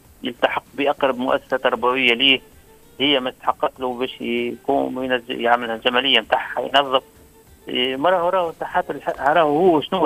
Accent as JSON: {"language": "Arabic", "country": "Tunisia", "said": "تونس بلادنا"}